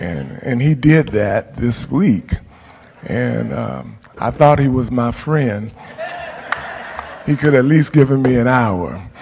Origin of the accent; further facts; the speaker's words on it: Oakland, California, United States; I'm from Oakland, so we go back that far